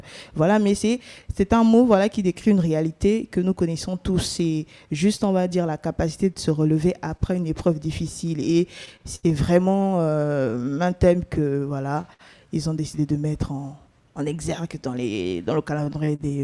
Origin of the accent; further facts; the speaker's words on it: Gabon; chez nous au Gabon, à Libreville, pendant les fortes pluies, certains quartiers se retrouvent sous l'eau.